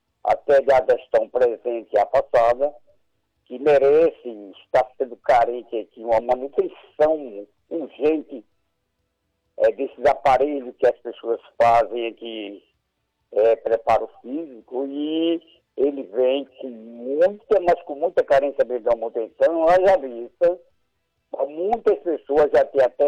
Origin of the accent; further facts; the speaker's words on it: Santa Rita, Paraíba, Brazil; also born or lived in João Pessoa; Eu sou natural de João Pessoa, mas cresci aqui em Várzea Nova desde 40 anos atrás.